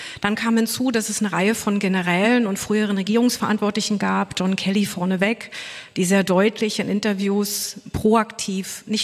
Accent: East Germany, Germany; born or raised there

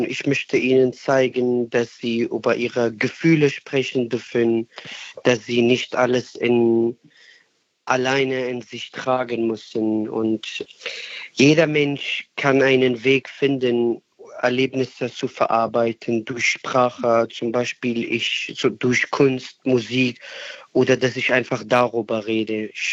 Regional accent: Sinjar, Nineveh, Iraq; Ich denke an die Menschen, die wir verloren haben, an meine Familie, in meine Heimat Shingal.

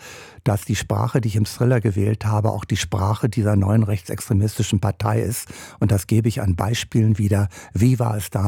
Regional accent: Büren, North Rhine-Westphalia, Germany; Ich bin aufgewachsen in der Nähe von Paderborn in der sogenannten Wewelsburg. Das ist die ehemalige Himmlerburg.

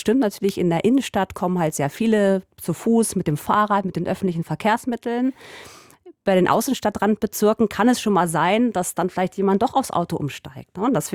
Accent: Berlin, Germany; Ich bin sogar in Reinickendorf groß geworden.

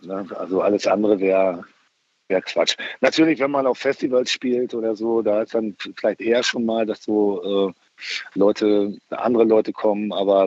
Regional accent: East Germany, Germany; Ich komme ja auch aus der DDR

